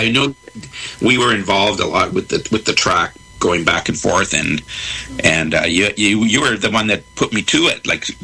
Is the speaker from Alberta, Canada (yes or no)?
yes; Calgary, Alberta, Canada; I'm a native Calgarian.